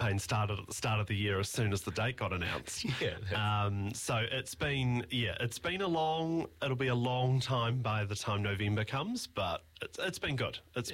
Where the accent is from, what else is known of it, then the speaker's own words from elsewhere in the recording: Hawke's Bay, New Zealand; also born or lived in Wellington; Yeah, so I'm born and bred in Hawke's Bay.